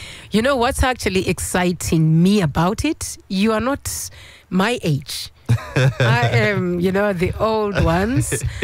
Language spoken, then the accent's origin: English; Zimbabwe; there was a question that came from people who were saying, from my country, I'm from Zimbabwe.